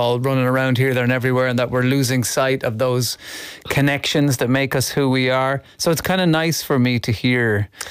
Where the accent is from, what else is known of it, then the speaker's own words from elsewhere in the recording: Ireland; as Irish people